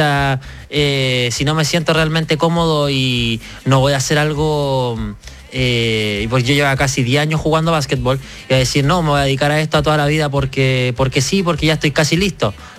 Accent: Curacaví, Santiago Metropolitan Region, Chile; Sí, no, soy de Curacaví, así que yo siempre llevo mi bandera. Creo que las personas tienen que saber muy bien de dónde son para saber dónde quieren llegar. Así que yo soy de Curacaví, la tierra de los dulces, de los dulces chilenos y las chichas

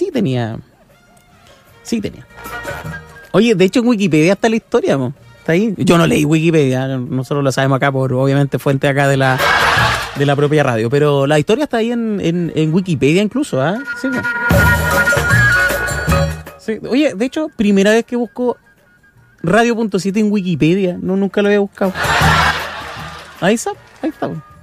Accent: Valparaíso, Chile; No, yo no, yo soy de Valpo nomás.

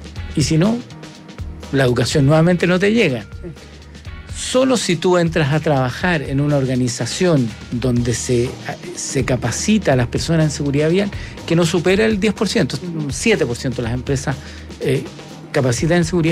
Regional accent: Chile; porque los chilenos en general, como somos los ingleses de Sudamérica, conducimos por la izquierda.

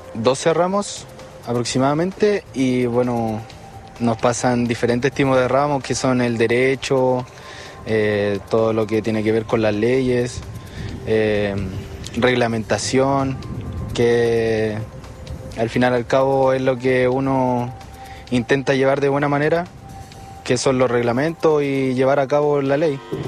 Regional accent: Puerto Montt, Los Lagos, Chile; Sí, soy de Puerto Montt.

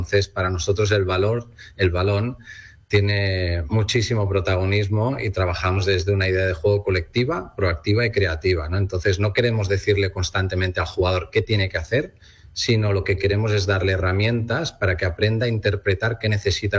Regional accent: Barcelona, Catalonia, Spain; me acompañan dos entrenadores más que venimos los tres de Barcelona.

